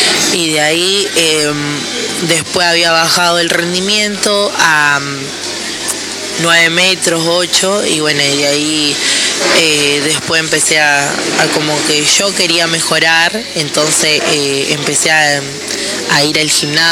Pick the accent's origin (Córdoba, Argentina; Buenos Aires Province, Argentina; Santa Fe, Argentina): Buenos Aires Province, Argentina; Exaltación de la Cruz; Cuando empecé a lanzar, bueno, espera, yo igual soy de Exaltación de la Cruz de los Cardales.